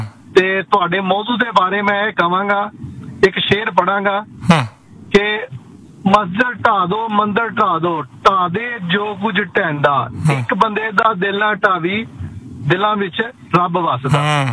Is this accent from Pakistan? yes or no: yes; Lahore, Punjab, Pakistan; ਮੈਂ ਪਾਕਿਸਤਾਨ ਲਾਹੌਰ ਪੰਜਾਬ ਤੋਂ ਆ।